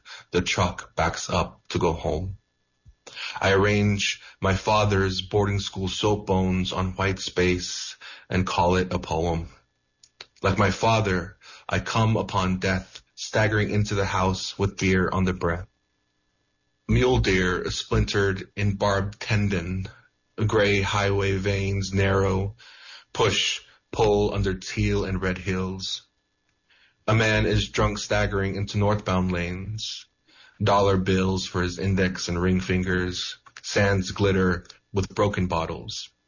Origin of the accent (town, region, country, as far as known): Gallup, New Mexico, United States; born or raised there